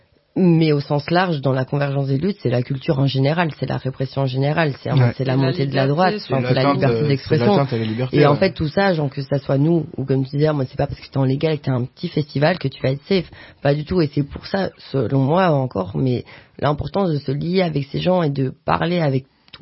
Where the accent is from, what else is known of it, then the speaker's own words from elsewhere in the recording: Belgium; now in France; Enfin, moi, je viens de Belgique aussi. En Belgique, c'est la même chose.